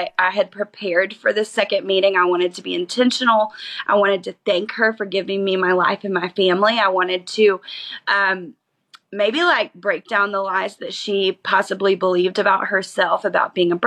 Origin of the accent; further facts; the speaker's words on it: Oklahoma City, Oklahoma, United States; born there; My birth mother lived in Oklahoma, so I was born in Oklahoma City, adopted by Texans.